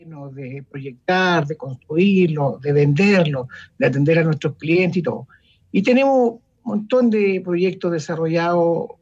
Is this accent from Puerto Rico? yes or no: no; Venezuela; Soy de Venezuela.